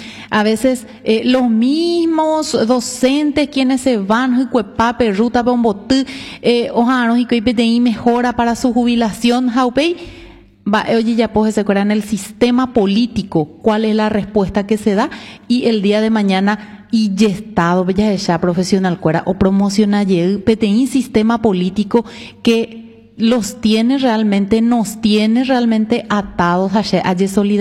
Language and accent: Spanish; Paraguay; somos tantos paraguayos